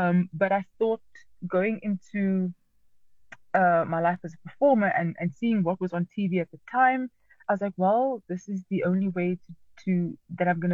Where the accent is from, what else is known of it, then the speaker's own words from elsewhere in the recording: Cape Town, Western Cape, South Africa; growing up in Cape Town, the Cape Flats, the only languages that I really grew up with was English and Afrikaans, or rather Afrikaans, as we say.